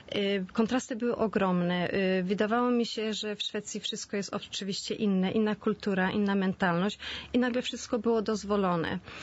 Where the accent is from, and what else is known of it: Świnoujście, West Pomeranian Voivodeship, Poland; moved away